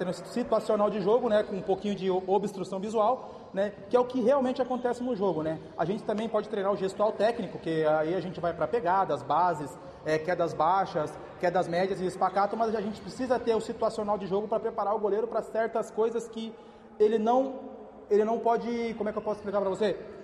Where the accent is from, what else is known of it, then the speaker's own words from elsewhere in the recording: Pato Branco, Paraná, Brazil; Sou de Pato Branco, Zona Sul, Pinheirinho. Criado e abençoado aqui, nascido no São Lucas ali.